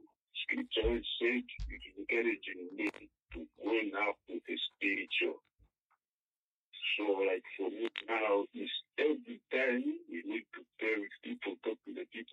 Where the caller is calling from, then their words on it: Lusaka, Lusaka Province, Zambia; calling you within Lusaka.